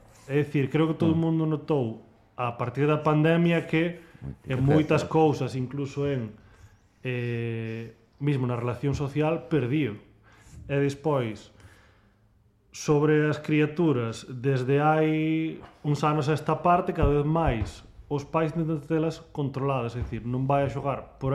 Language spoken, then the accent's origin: Galician; Laxe, Galicia, Spain; Eu son de Laxe.